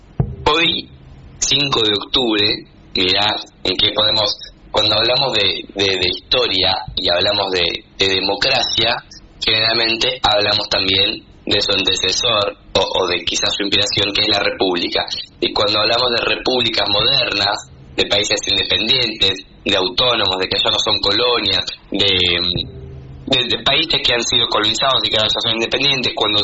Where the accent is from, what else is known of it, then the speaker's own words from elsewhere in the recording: Argentina; Nos afecta como a todos, como argentinos, también como latinoamericanos.